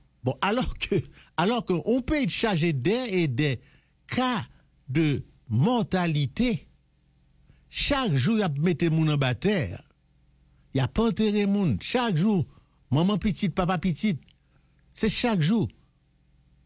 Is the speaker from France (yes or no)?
no; Haiti; Nous gagnons en tant qu'haïtien, en tant que natif natal.